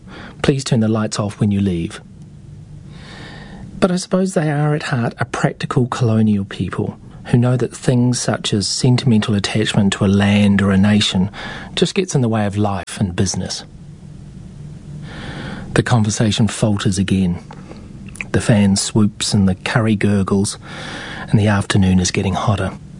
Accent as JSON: {"language": "English", "country": "New Zealand", "moved": "yes", "lives_now": "Australia", "said": "As a Kiwi who lives in Australia"}